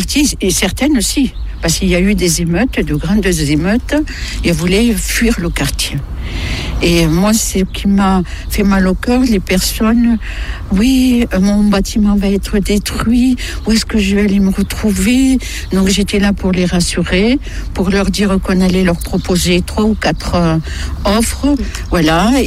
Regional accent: Cellier, France; J'ai supplié mon mari de revenir sur Montauban, et moi j'ai atterri à Cellier, là où j'ai grandi avec mes parents et mes frères et sœurs.

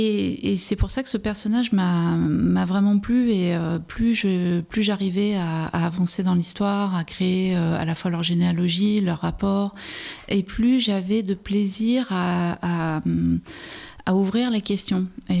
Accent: Nouvelle-Aquitaine, France; j'ai grandi près de Bordeaux, dans un milieu populaire

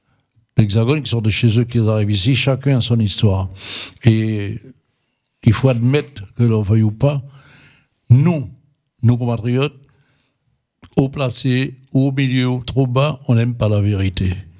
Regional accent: French Guiana; now in France; moi je suis Guyanais

